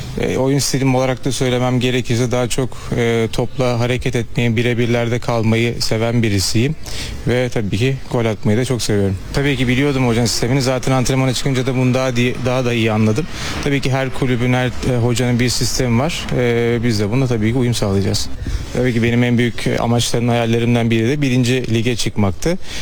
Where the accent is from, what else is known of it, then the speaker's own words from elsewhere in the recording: France; moved away as an adult; now in Turkey; Zaten Fransa'da doğdum, büyüdüm.